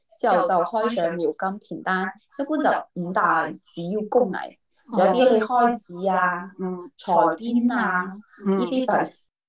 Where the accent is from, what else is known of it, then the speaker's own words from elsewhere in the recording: Guangdong, China; 佢就其实背后都系人哋，即系我哋广东人对富裕生活嘅呢啲心理。